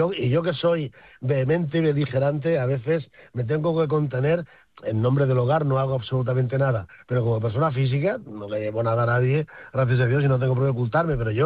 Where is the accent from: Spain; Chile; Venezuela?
Spain; Villanueva de la Serena, Extremadura; now in Catalonia, Spain; Villanueva de la Serena, que es mi pueblo natal